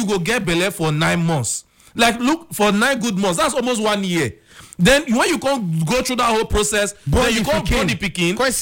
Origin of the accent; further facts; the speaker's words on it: Nigeria; As a Nigerian